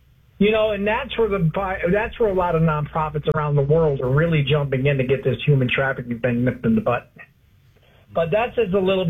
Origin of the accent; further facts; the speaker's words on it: Detroit, Michigan, United States; I grew up in Detroit.